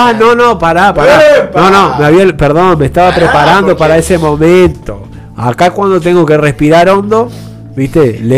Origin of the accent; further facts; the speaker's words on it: Treinta y Tres, Uruguay; now in Maldonado, Uruguay; Yo soy de 33 también, así que bueno, un saludo grande para toda la gente de mi pueblo, del Olimar.